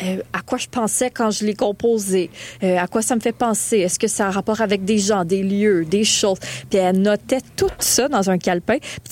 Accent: Montreal, Quebec, Canada; Je viens de Montréal. Mon père vient de Lévis. Moi, j'ai grandi à Montréal.

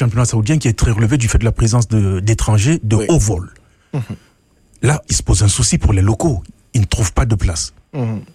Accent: Cameroon; Moi, je suis Camerounais

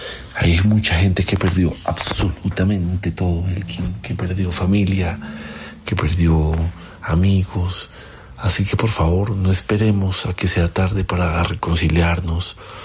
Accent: Colombia; un temblor en mi casa, en mi tierra, en Colombia

